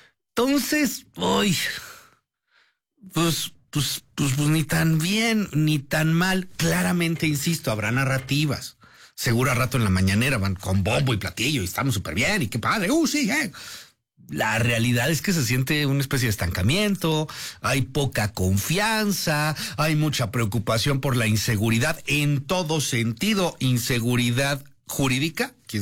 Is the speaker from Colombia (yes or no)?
no; Mexico